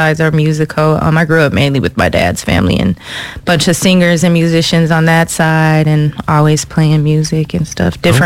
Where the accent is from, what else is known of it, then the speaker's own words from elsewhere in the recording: Minneapolis, Minnesota, United States; moved away as an adult; also born or lived in South Florida / Texas; Originally, I'm born in Minnesota, born and raised North Minneapolis.